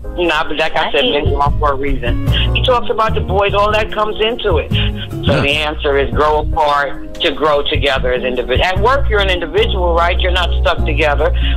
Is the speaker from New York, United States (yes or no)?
yes; Bronx, New York, United States; from the Bronx. Good evening, everybody.